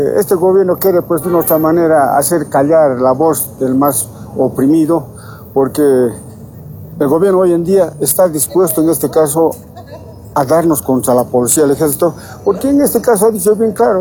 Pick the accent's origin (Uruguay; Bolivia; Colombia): Bolivia; la independencia de poder que tenemos como bolivianos